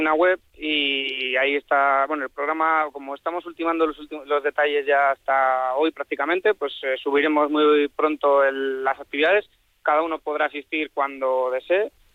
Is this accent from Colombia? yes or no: no; Autilla del Pino, Castile and León, Spain; yo soy de Autilla del Pino, soy el presidente de una asociación de jóvenes